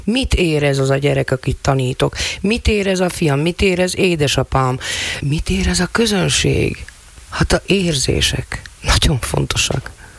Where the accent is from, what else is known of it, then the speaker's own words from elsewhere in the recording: Ragyolc, Nógrád, Hungary; mai napig Ragyolcinak tartom, tehát nekem ott a hazám, tehát nem itt nőttem föl